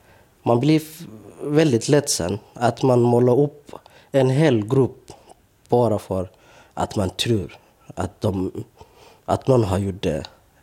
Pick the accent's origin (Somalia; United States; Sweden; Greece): Somalia; Vi är ju från Somalia.